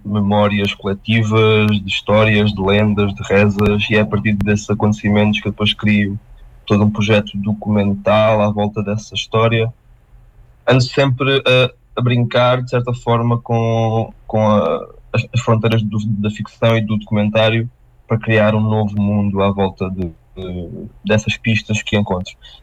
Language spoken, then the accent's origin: Portuguese; southern Portugal, Portugal; Eu, como não sou de Braga, sou originário da parte mais do sul do país.